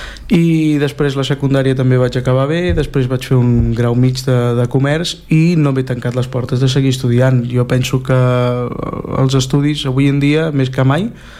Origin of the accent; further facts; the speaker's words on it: Catalonia, Spain; born there; Nosaltres som catalans de pura cepa, sí. Parlem a casa des de sempre i sí, el parlem, aquí el parlem molt.